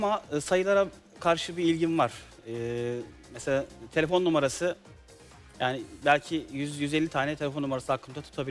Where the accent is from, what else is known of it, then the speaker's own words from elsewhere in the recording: Samsun, Turkey; born there; also born or lived in Eynesil, Giresun; now in Istanbul, Turkey; 1982 Samsun doğumluyum. Giresun Eynesilliyim. Yarışmaya İstanbul'dan katılıyorum.